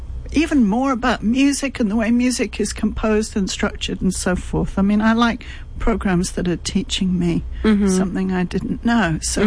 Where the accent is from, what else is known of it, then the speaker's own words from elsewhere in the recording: United Kingdom; moved away; I think I'm too British and uptight to like Hearts of Space.